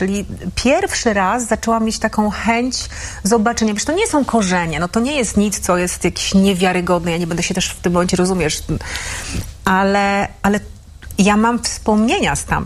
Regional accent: Milanówek, Masovian Voivodeship, Poland; byłam tą z Milanówka.

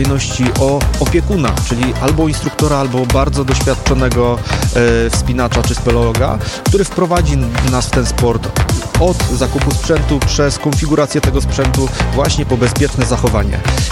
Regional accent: Kraków-Częstochowa Upland, Poland; born there; No, ja urodziłem się na Jurze Krakowsko-Częstochowskiej.

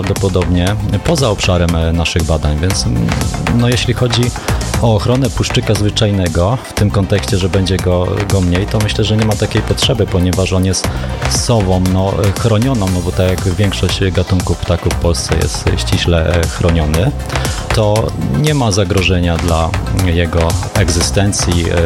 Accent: Przemyśl, Subcarpathian Voivodeship, Poland; w mieście u nas w Przemyślu

